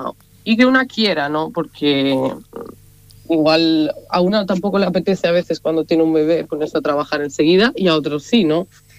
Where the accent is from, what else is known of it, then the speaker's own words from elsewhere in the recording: Spain; soy española